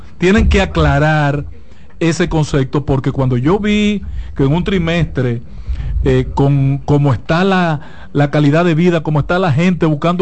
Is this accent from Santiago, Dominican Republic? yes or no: yes; Santiago de los Caballeros, Santiago, Dominican Republic; also born or lived in Barahona, Dominican Republic; Pero me formé y crecí en Santiago.